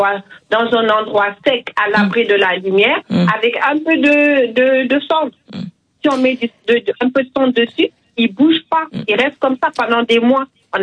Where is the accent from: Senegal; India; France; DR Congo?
Senegal; Ça, c'est le plus gros mot qu'on a chez nous au Sénégal.